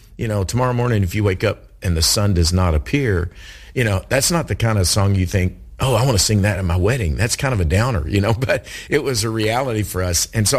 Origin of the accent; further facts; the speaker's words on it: Kentucky, United States; Wait. I am from Kentucky.